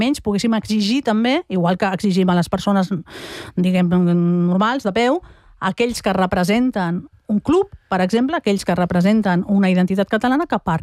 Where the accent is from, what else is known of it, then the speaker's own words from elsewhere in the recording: Catalonia, Spain; nosaltres, com a ciutadans catalans que no fem un ús del català quotidià